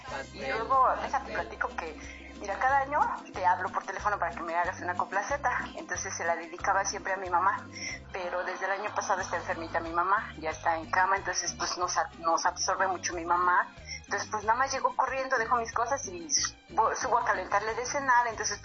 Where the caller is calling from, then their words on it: Naucalpan, State of Mexico, Mexico; Estoy aquí en Naucalpan en mi trabajo.